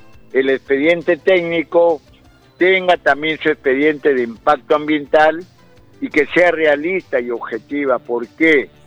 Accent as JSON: {"language": "Spanish", "town": "Monsefú", "region": "Lambayeque", "country": "Peru", "said": "como dicen en mi pueblo de Musefú, al grano."}